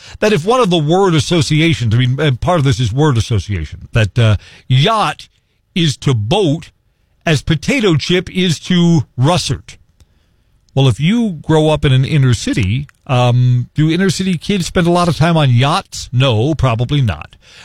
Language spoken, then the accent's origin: English; Bronx, New York, United States; No, but wait a minute, but I grew up in the Bronx. We don't grow a lot of potatoes in the Bronx.